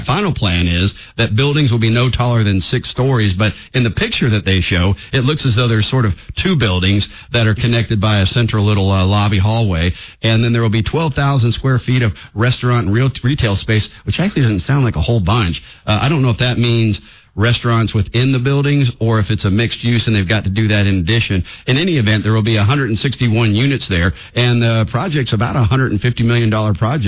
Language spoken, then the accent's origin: English; Denver, Colorado, United States; when I grew up in Denver